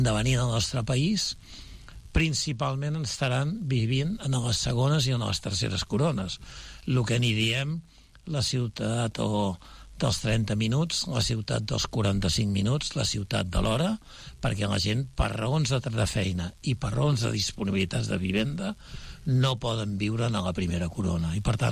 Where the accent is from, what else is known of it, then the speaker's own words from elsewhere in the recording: Sabadell, Catalonia, Spain; com a sabadellenc